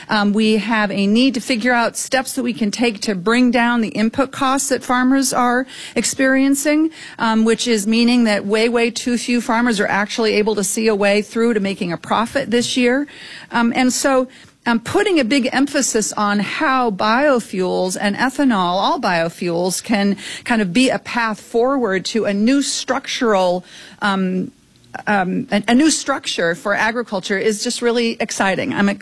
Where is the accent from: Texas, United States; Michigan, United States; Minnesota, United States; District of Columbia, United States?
Minnesota, United States; keeping economic opportunity here in the United States and here in my home state of Minnesota.